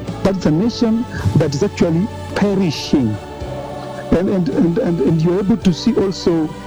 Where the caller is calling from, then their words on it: Gaborone, South-East District, Botswana; I'm calling from Gaborone here, the capital city of Botswana.